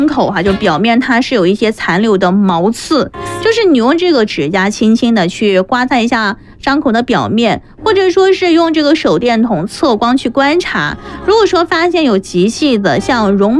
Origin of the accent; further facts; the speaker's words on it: Chongqing, China; 这个痒来子呢，就我们重庆话说哈，就是痒来点儿